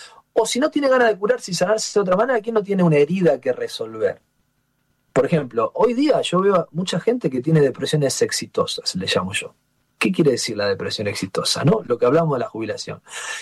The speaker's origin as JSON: {"language": "Spanish", "town": "Rosario", "region": "Santa Fe", "country": "Argentina", "tie": "born or raised there", "said": "en Rosario, en mi ciudad natal"}